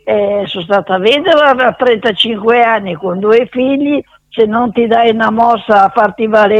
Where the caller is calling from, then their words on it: Bollate, Lombardy, Italy; Da Bollate.